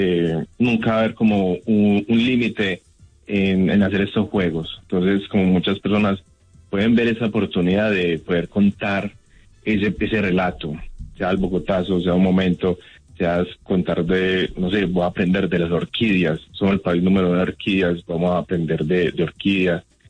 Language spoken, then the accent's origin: Spanish; Colombia; Mira, es que el dilema que hemos tenido nosotros como colombianos es que de alguna manera no tenemos de suficiente conocimiento del país